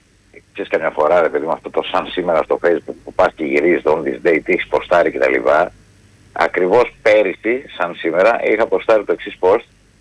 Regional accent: Loutsa, Attica, Greece; θα πω εκεί στα μέρη μου στη Λούτσα που έχει πολλές οδόνες

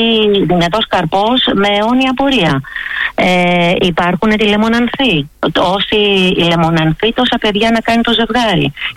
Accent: Kalyvia, Attica, Greece; Για τα Καλύβια είμαστε, επειδή είμαι από τα Καλύβια, έχουμε βαστίξει χαμηλό συντελεστή δόμησης και αυτό είναι πολύ καλό για τα Καλύβια.

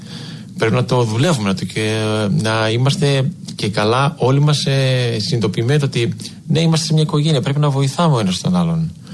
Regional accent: Mount Athos, Greece; born there; το ότι μεγάλωσα και στο Άγιο Όρος μέσα

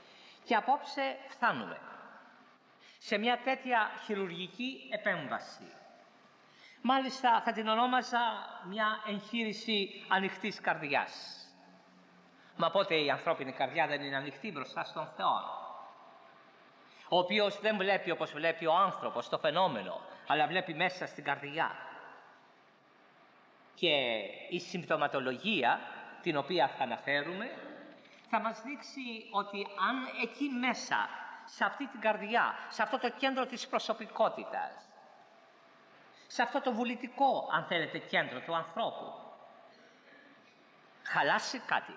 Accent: Corfu, Ionian Islands, Greece; ήμουν στο νησί μου στην Κέρκυρα

